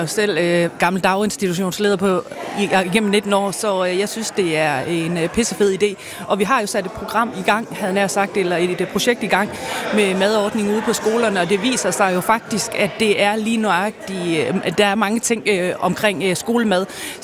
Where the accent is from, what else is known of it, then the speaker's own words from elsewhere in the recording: Ranum, North Denmark Region, Denmark; moved away; sende en hilsen hjem til Ranum. Det er jo mit hud